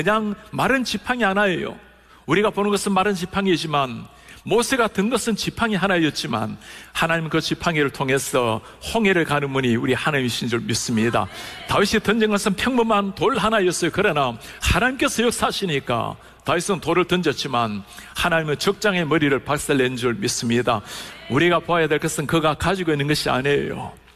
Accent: Ulsan, South Korea; moved away; 울산과 경주 사이쯤 되는 농소라는 이름도 참 농사짓는 거 촌스럽죠, 그죠? 그 농촌이 제 시골 고향입니다.

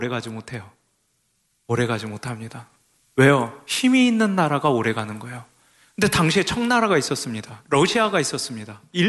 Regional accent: South Korea; 우린 대한민국 사람이니까

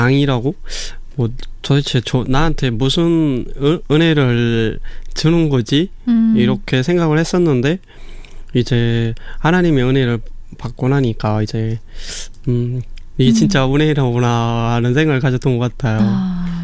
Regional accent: North Korea; 우리 북한에 살고 있는 주민들을 위해서 이제 일을 하고 계신다라는 걸 그때 또 이제 느끼게 됐던 것 같아요. 제 고향에 있는 가족이라든지 친구들도 이제 하나님께서 보살펴 주시고 계시는구나라고 생각했던 것 같습니다.

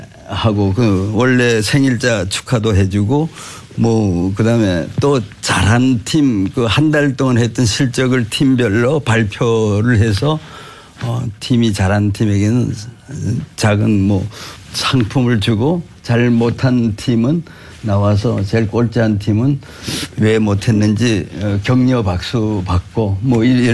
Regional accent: Taebaek, Gangwon, South Korea; born or raised there

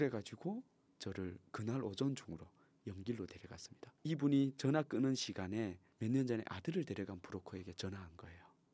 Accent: North Korea; born there; 제가 북한에서 태어난 것이 저주이고 고통인 것이 아니라 아픔인 것이 아니라 오늘 이렇게 생명의 주관자 되신 하나님을 만나게 하기 위해서 저를 그곳에서 생명이 없는 땅에서 소망이 없는 땅에서 나게 하셨습니다. 오히려 북한에서 태어난 것이 저에게는 축복이고 은혜입니다.

